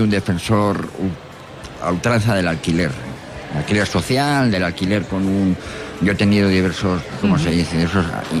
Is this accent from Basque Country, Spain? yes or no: yes; San Sebastián, Basque Country, Spain; also born or lived in Errenteria; yo soy donostiarra, he vivido en varios sitios, he vivido en Rentería también